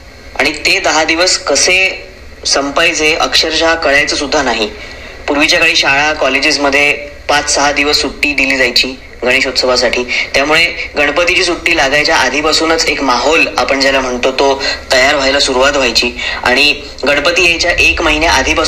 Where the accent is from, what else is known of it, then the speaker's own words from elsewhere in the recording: Mumbai, Maharashtra, India; मी 25 वर्षांचा आहे आणि मी एक गिरगावकर आहे.